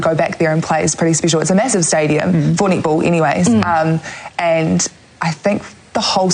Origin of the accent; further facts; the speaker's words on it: Auckland, New Zealand; Like myself, growing up in Auckland, I used to love going to Spark and watching some of the best like national teams there.